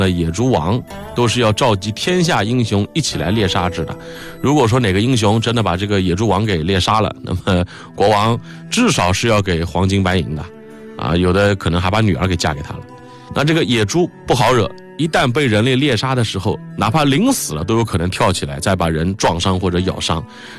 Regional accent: China; 我们中国人

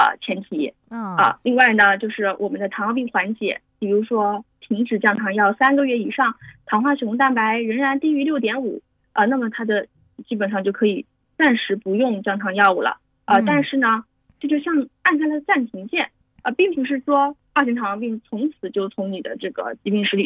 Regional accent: China; 我们中国人

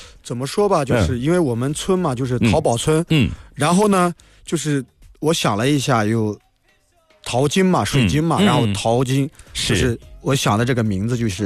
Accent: China; 本来我是土生土长的这个薛部村人，年轻的时候呢我就参军入伍了

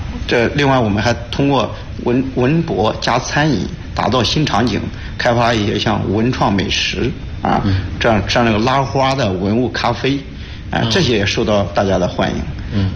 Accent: Henan, China; 我们河南人说话经常喜欢说一个中字

